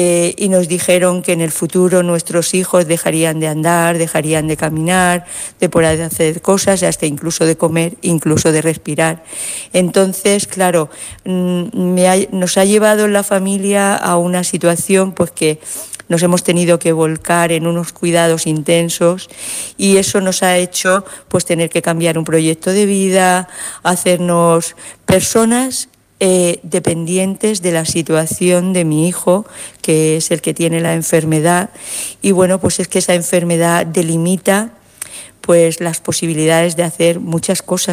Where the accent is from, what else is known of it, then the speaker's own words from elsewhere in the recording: Elche, Valencian Community, Spain; yo vengo de Elche, de la Comunidad Valenciana